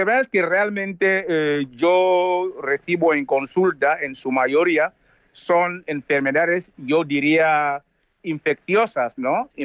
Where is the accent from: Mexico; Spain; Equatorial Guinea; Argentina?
Equatorial Guinea; moved away as an adult; now in Cameroon; como activista que soy desde hace décadas, es que no puedo estar al margen de todo lo que acontece en mi país.